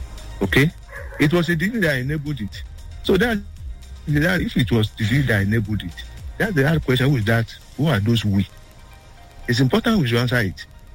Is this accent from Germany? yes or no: no; Nigeria